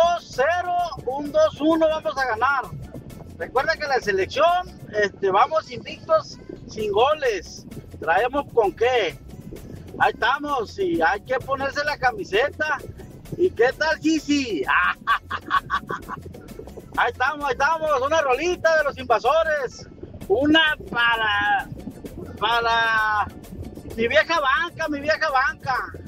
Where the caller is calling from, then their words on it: Ciudad Obregón, Sonora, Mexico; Desde acá, la tierra Yaqui.